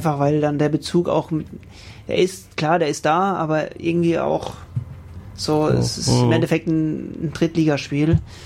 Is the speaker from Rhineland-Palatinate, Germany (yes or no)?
yes; Rhineland-Palatinate, Germany; moved away as an adult; now in Mannheim, Germany; wir sind ja aus der Umgebung, von daher ist es für uns sehr theoretisch Heimat, auch wenn wir Pfälzer sind, aber klar, nicht weit weg. Ich bin auch stolzer Pfälzer.